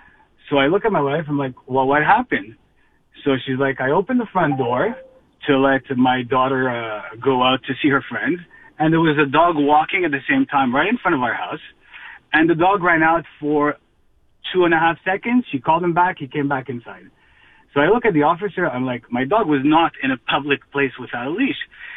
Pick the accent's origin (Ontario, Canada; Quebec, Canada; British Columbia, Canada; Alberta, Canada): Quebec, Canada; Dollard-des-Ormeaux; we are from the West Island in DDO, Dollar Desert Mall.